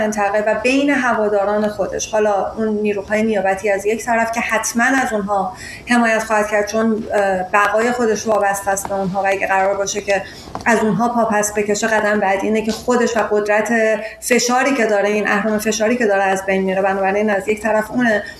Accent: Iran; now in United States; حتی اینجا در آمریکا، من بعضی وقتا وقتی به عنوان ایرانی دارم با یک کسی از کشورهای حاشیه حرف می‌زنم و فکر می‌کنن که من ایرانی، می‌فهمن که من ایرانیم،

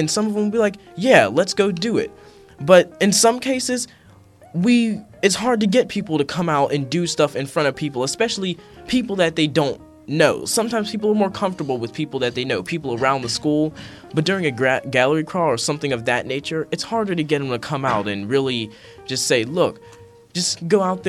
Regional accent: Wilkinsburg, Pennsylvania, United States; I'm from Wilkinsburg, too.

